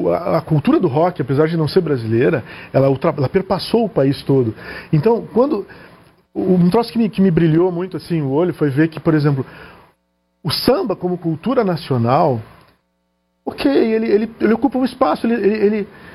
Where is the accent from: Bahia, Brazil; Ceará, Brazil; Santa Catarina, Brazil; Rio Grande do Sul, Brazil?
Rio Grande do Sul, Brazil; Porto Alegre; moved away as an adult; now in São Paulo, Brazil; Eu sou de Porto Alegre, tá? Nasci na capital gaúcha. Eu não... Estudei lá, cresci, me formei, tudo lá.